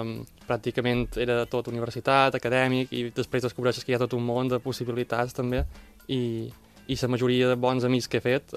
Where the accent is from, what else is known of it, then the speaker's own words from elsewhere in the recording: Menorca, Balearic Islands, Spain; moved away as an adult; now in Mallorca, Spain; Jo, que vinc de fora, soc de Menorca, vaig arribar aquí i no coneixia pràcticament ningú i va ser la manera de fer moltes amistats i d'integrar-me realment a Mallorca